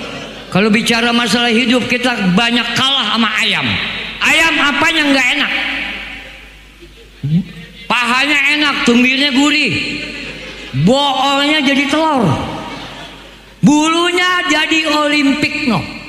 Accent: Indonesia; Saya keluarga 15 pak. Saya orang Lemah Abang Betawi pinggir.

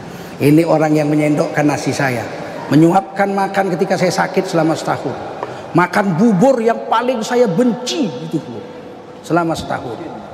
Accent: Medan, North Sumatra, Indonesia; Dan saya orang Medan. Kami orang Medan paling jijik makan bubur.

